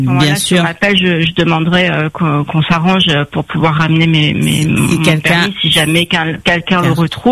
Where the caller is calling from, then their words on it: Île-de-France, France; On est dans le Val d'Oise, c'est au nord de Paris.